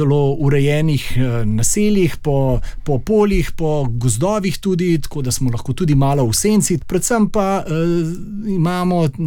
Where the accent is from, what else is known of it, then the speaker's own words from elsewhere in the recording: Kamnik, Central Slovenia, Slovenia; ker prihajam iz Kamnika, sem seveda tudi ljubitelj gradov, vsej mali grad Kamničani nosimo v sebi.